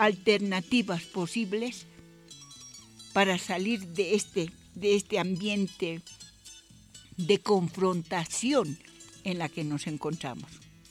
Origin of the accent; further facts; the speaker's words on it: Bolivia; nos estamos haciendo daño como bolivianos.